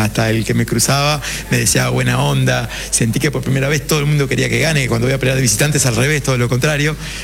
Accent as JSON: {"language": "Spanish", "country": "Uruguay", "said": "fue acá en mi país"}